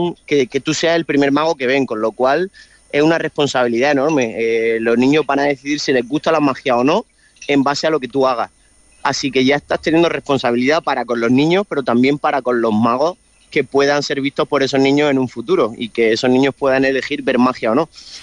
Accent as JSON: {"language": "Spanish", "town": "Lorca", "region": "Region of Murcia", "country": "Spain", "said": "soy lorquino, soy murciano, y aunque no sea donde más trabaje, en Murcia y en Lorca, me siento muy orgulloso de la región que tenemos y de la ciudad que tenemos"}